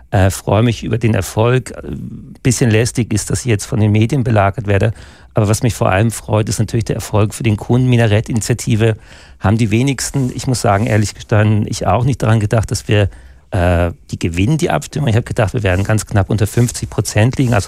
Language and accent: German; Hamburg, Germany; moved away as an adult; also born or lived in Konstanz; now in Switzerland; Also geboren in Hamburg, habe da Abitur gemacht, Matur. Bin dann nach Konstanz gegangen, weil ich mal weiter weg wollte von Hamburg.